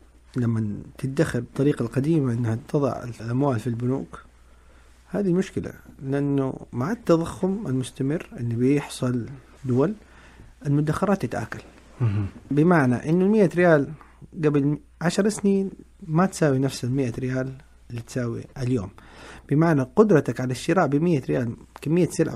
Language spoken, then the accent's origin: Arabic; Saudi Arabia; عندنا في السعودية